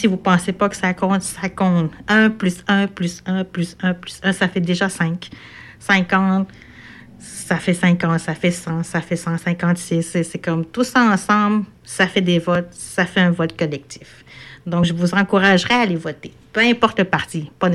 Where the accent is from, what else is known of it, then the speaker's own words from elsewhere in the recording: Quebec, Canada; Mais nous, on est des Nord-Côtiers.